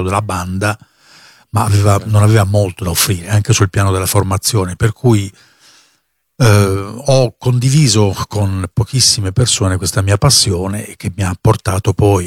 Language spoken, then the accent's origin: Italian; Bari, Apulia, Italy; sono un musicista del sud, vengo dalla Puglia